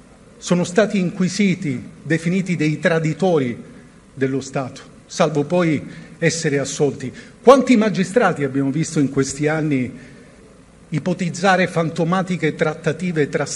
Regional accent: Palermo, Sicily, Italy; lo dico da palermitano

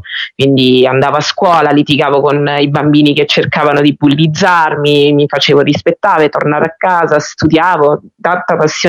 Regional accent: Magliano Sabina, Lazio, Italy; moved away as an adult; also born or lived in Narni, Umbria; sono nata a Narni, in Umbria, in provincia di Terni, e poi in realtà ho vissuto per buona parte della mia vita fino a 19 anni in un piccolo paesino di provincia, Magliano Sabina.

